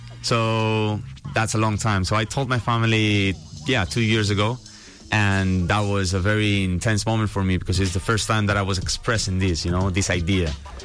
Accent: Madrid, Community of Madrid, Spain; moved away as an adult; I'm from Madrid, capital of Spain, all my life.

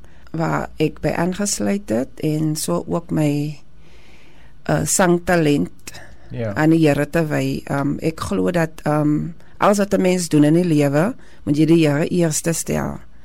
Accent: George, Western Cape, South Africa; So, ek is a vocalist, sanger, worshipper van George en ook talent scout vir Talent America en Show Your Talent.

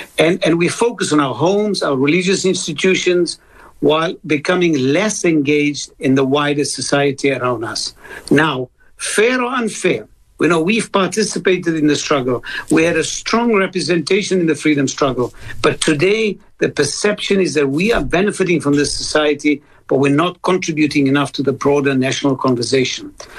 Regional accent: South Africa; moved away as an adult; also born or lived in Malaysia; now in Perth, Australia

